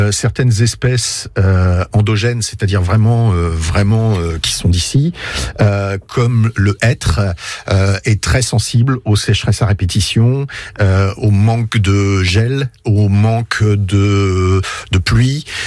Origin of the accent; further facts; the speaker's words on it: Normandy, France; on est normand